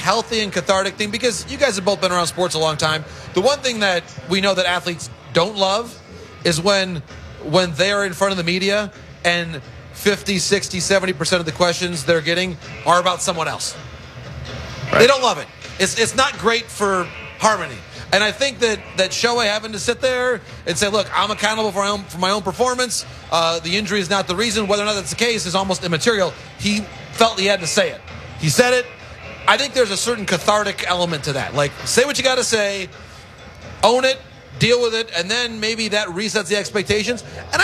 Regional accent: Midwest, United States; now in Southern California, United States; I say as a Midwesterner who on many a New Year's Day has woken up in my snowy climb

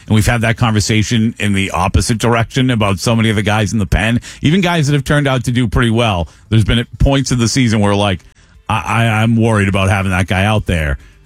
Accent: Northeast, United States; But generally, like, I'm from the Northeast.

